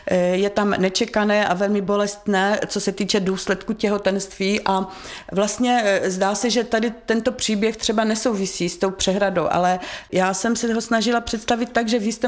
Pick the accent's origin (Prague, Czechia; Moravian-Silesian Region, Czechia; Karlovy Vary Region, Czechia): Moravian-Silesian Region, Czechia; Horní Suchá; also born or lived in Havířov; Pocházím z Horní Suché, bydlela jsem nějakou dobu v Havířově. Teď zase zpátky bydlíme s rodinou v Horní Suché, takže jsem zdejší rodačka